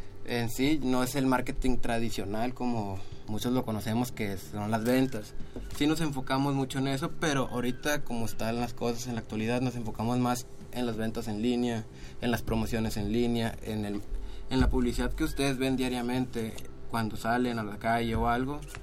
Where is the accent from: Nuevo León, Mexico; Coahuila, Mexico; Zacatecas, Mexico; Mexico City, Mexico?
Coahuila, Mexico; Palau; yo soy de Palau y en realidad me quedan en carro como unos 15 minutos